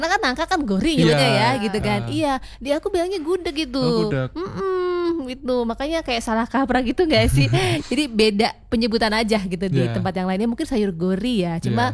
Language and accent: Indonesian; West Java, Indonesia; now in Yogyakarta, Indonesia; jadi kan aku asli Jawa Barat.